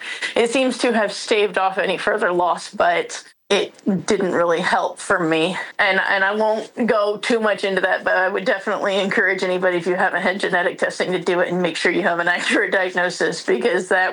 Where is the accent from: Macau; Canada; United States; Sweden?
United States; Plano, Texas; also born or lived in Dallas, United States / England, United Kingdom / Northern Ireland, United Kingdom; now in Denton, United States; I currently live in Denton, Texas. I was born in Dallas, grew up in the Dallas area. For those familiar with the Dallas area, I actually grew up in Plano, and I was there the majority of my life, all of my childhood, pretty much.